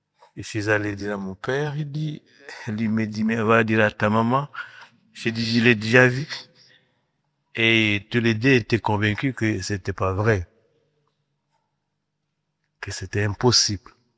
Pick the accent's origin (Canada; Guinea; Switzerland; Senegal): Guinea; Je suis de Guinée, en Afrique de l'Ouest. Je suis d'une famille chrétienne